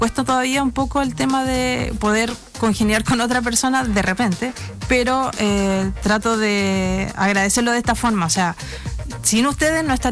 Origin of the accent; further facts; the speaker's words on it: Osorno, Los Lagos, Chile; los que somos nacidos y criados en Osorno, no dejar de hablar de la ciudad